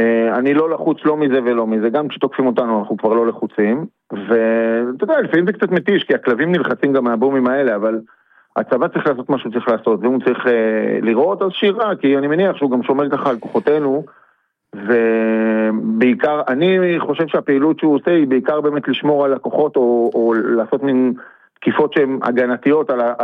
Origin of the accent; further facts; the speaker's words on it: Tzofit, Central District, Israel; born there; moved away as an adult; also born or lived in Jerusalem; now in Hanita, Israel; אני נולדתי בכלל בירושלים, ורוב חיי גרתי בכלל ממושב צופית, ליד כפר סבא בשרון